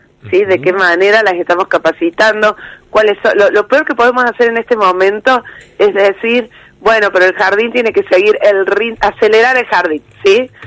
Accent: Córdoba, Argentina; accent: Cordoban; yo soy cordobesa.

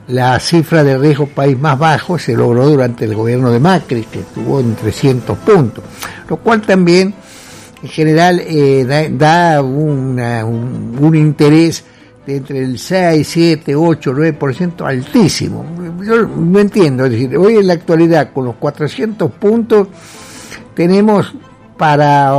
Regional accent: Argentina; como ciudadanos, como habitantes, como argentinos

